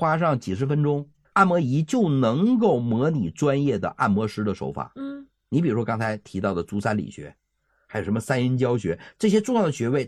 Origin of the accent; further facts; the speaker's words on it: China; 所以说这个我们中国人呢，就是造这个字和发音都有很大的关系。